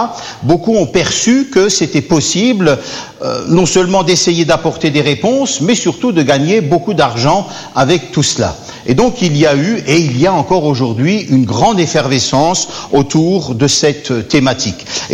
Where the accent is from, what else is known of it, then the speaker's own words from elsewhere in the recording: Strasbourg, Grand Est, France; Il fait bien doux chez vous, bien agréable par rapport à l'est de la France, Strasbourg, d'où je viens.